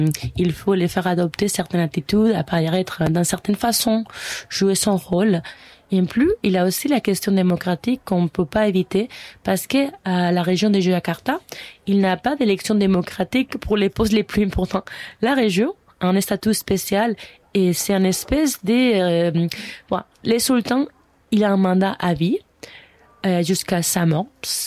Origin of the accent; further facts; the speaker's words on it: Spain; French is a second language; now in Canada; Moi, je viens de l'Espagne, c'est quand même une monarchie parlementaire.